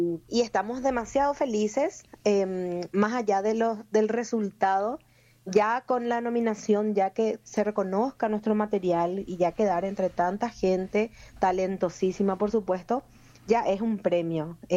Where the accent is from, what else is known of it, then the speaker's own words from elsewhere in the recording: Paraguay; moved away as an adult; soy la única paraguaya en toda la premiación